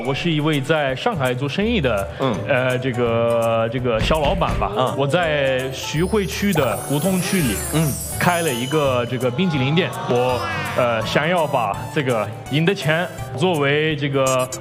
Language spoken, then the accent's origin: Chinese; Sicily, Italy; Chinese is a second language; also born or lived in Chongqing; now in Shanghai, China; Ciao tutti， 大家好， … 我来自意大利的西西里岛。